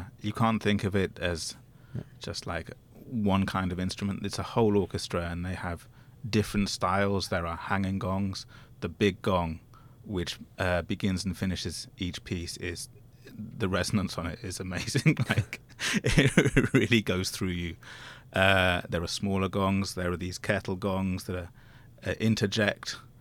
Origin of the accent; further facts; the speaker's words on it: Durham, North East England, United Kingdom; moved away as an adult; now in United States; my hometown of Durham in England.